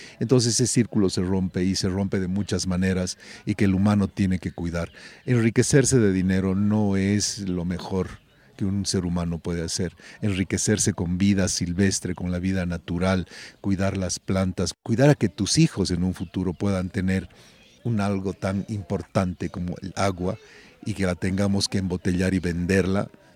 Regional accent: Bolivia

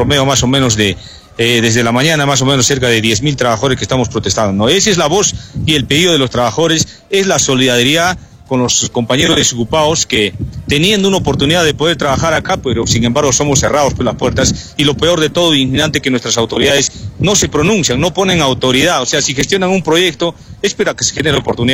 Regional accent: Arequipa, Peru; Nosotros como arequipeños estamos reclamando un derecho justo

